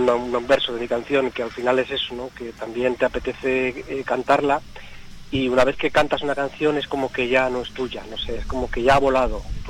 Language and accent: Spanish; Extremadura, Spain; ser extremeño, la verdad que es un privilegio.